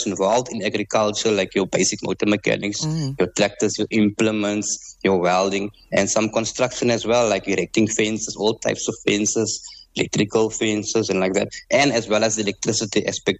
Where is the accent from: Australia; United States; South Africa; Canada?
South Africa; Cape Town, Western Cape; I mainly grew up on a rural farm. I grew up in Cape Town, but I spent most of my time on the rural farm.